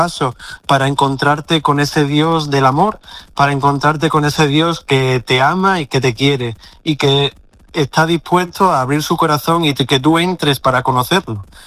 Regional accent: Mérida, Extremadura, Spain; moved away as an adult; en la ciudad de Mérida, en mi ciudad natal.

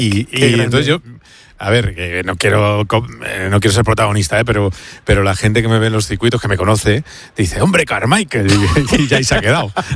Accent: Madrid, Community of Madrid, Spain

